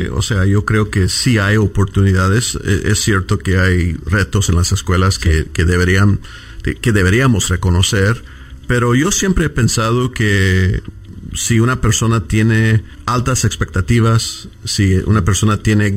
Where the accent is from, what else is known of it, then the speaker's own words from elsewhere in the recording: Fresno, California, United States; moved away as an adult; Después de graduarme de Fresno High, salí del Valle en 1987 para ir a la universidad con una beca y más adelante estudié Derecho.